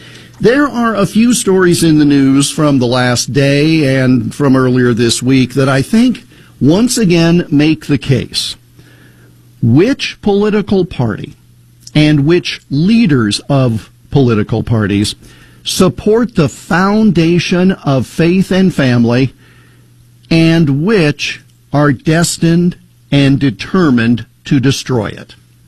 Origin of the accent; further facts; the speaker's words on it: Iowa, United States; Yes, it is in my home state of Iowa